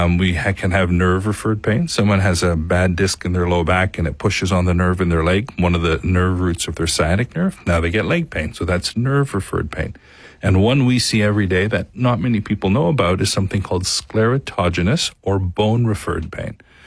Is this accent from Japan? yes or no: no; Canada; also born or lived in Dallas; I went to school in Dallas. I am from Canada. I grew up north of here